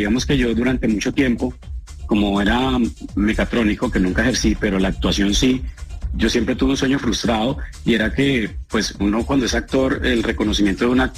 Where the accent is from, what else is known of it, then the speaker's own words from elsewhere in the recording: Agustín Codazzi, Cesar, Colombia; moved away; criadas en la costa norte de Colombia, puntualmente en Agustín Coacio de Sar, que es de donde soy yo.